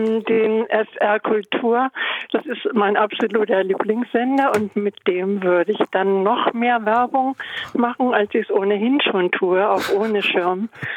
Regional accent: Flensburg, Schleswig-Holstein, Germany; Dadurch, dass meine Heimat, meine ursprüngliche Heimat in Flensburg ist, da bin ich dann schon einigermaßen oft unterwegs

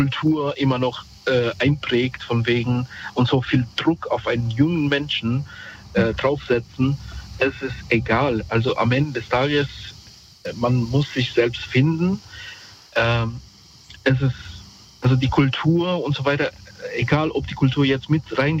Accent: Mainz, Rhineland-Palatinate, Germany; Also ich komme aus Mainz, ne, sagen wir mal Platz 1 in Mainz

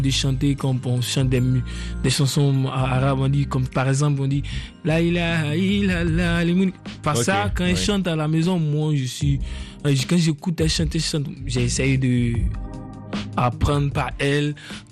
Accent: Nigeria; French is a second language; moved away; C'est depuis mon enfance, quand j'étais au Nigeria avec ma grand-mère.

